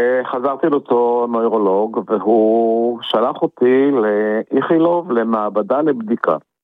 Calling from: Ramat Gan, Tel Aviv District, Israel; אני מרמת גן, אני בן 68, אוטוטו 9.

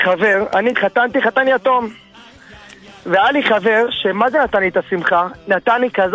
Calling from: Jerusalem, Jerusalem District, Israel; אני ירושלים.

